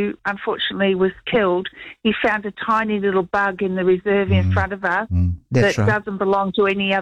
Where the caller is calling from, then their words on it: Auckland, New Zealand; Auckland.